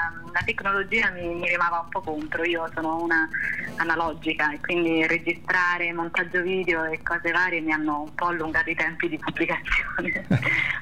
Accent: Rome, Lazio, Italy; a me è capitato spesso di andare a Napoli da romana a cantare canzoni napoletane.

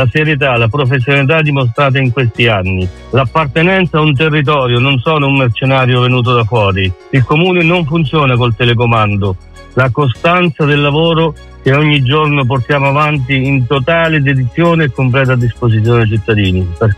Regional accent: Montefortino, Marche, Italy; la passione e l'amore per il mio paese. Ci sono nato e ci sono vissuto da sempre.

